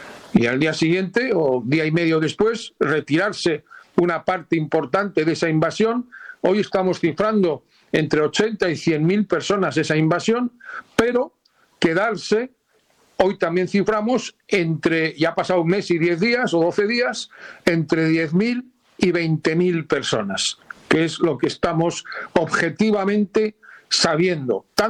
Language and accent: Spanish; Spain; me duele muchísimo decirlo como español